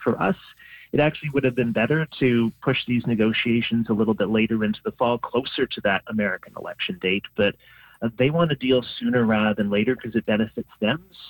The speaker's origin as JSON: {"language": "English", "country": "Canada", "said": "here in Canada"}